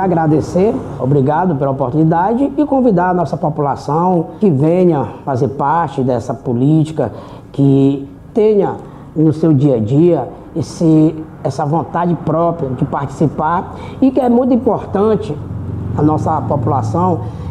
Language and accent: Portuguese; Brazil; born there; A gente veio aqui da região da Trisdela, nasci aqui no povoado Marica, ali próximo ali da Lagoa Grande.